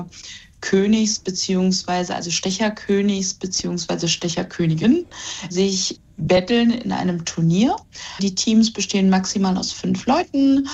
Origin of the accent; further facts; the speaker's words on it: Kromlau, Brandenburg, Germany; Also ich komme selber aus Kromlau. Mit sorbischen Ostereiern bin ich auch groß geworden.